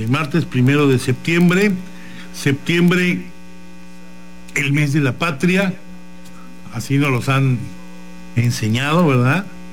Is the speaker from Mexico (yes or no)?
yes; Tabasco, Mexico; todos como mexicanos, como tabasqueños.